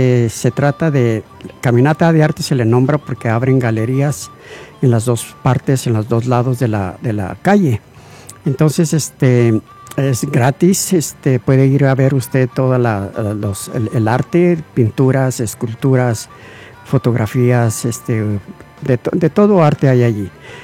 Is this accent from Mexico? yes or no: yes; Ciudad Juárez, Chihuahua, Mexico; moved away; chihuahuense, que también soy yo, pero yo soy de Juaritos.